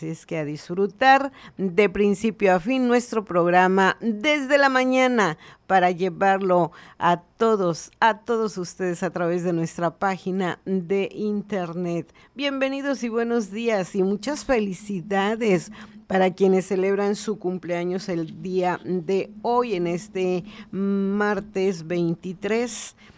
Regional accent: Guerrero, Mexico; Qué bonita es mi tierra

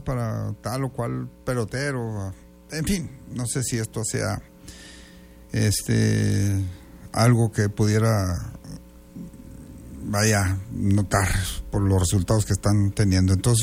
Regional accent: Ciudad Juárez, Chihuahua, Mexico; born there; moved away; nacimos allá en Ciudad Juárez, tengo grandes amigos allá en Juárez

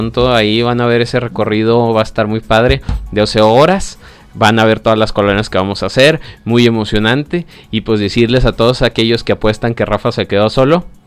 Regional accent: Mexico; a lo mejor falta que la gente sepa de dónde vengo. Yo vengo del Saucito, ¿vale?

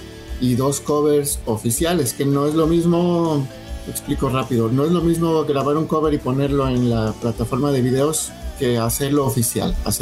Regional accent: Tierra Blanca, Veracruz, Mexico; moved away as an adult; now in Veracruz, Mexico; Yo soy de Tierra Blanca, Veracruz.

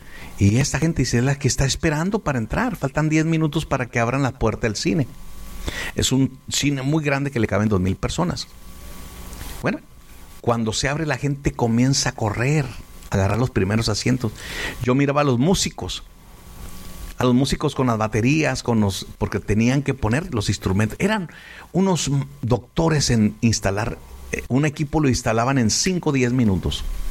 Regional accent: Ciudad Juárez, Chihuahua, Mexico; Entonces, más de Juárez, que estamos acostumbrados.

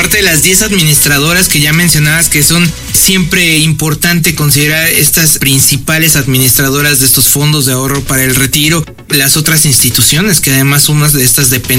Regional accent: Mexico; siempre, siempre como buenos mexicanos hasta el último, ya que está mal el CURP, todo eso.

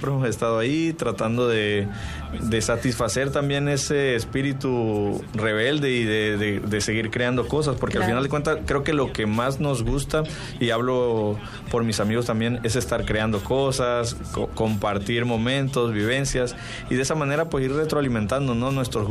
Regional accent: Tacotalpa, Tabasco, Mexico; Soy de Tacotalpa, Tabasco, y la verdad lo digo siempre con mucho orgullo porque difícilmente te encuentres músicos o artistas de por allá

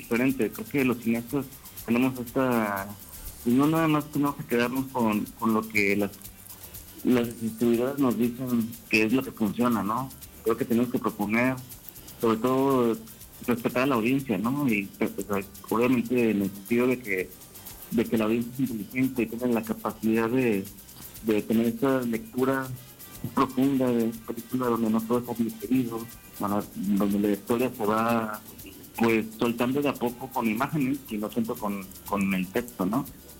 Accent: Tampico, Tamaulipas, Mexico; Sí, yo soy de Tampico. Justo aquí estoy en Tampico.

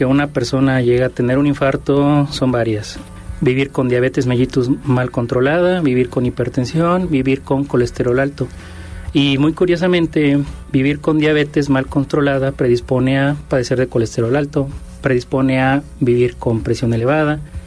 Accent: Mexico; Como personas mexicanas que somos, pues somos una mezcolanza de diferentes lugares del mundo.

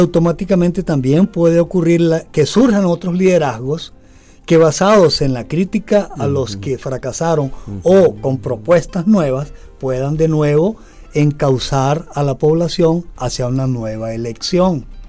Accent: Venezuela; born there; moved away; also born or lived in Honduras; caso mío, Venezuela.

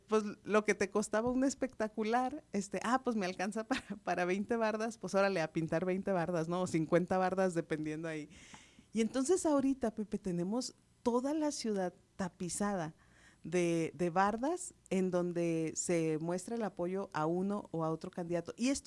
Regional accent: Guadalajara, Jalisco, Mexico; Yo soy de más al sur, yo soy de la Perla Tapatía.

